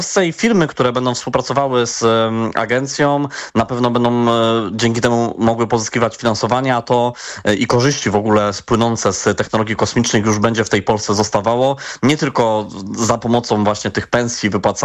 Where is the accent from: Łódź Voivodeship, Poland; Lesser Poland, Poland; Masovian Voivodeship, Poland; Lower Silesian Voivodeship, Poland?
Lesser Poland, Poland; Kraków; bo ja sam liczyłem jako krakowianin, żeby ten ośrodek był jednak gdzieś tutaj w Krakowie